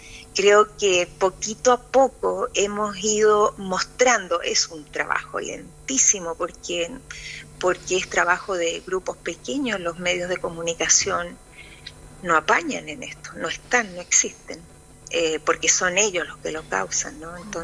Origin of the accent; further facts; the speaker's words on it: Chile; los propios problemas que tenemos nosotros como chilenos